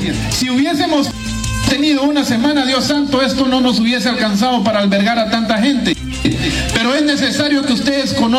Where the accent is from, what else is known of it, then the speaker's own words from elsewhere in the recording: San Francisco, Petén, Guatemala; Hoy podemos decir como sanfranciscano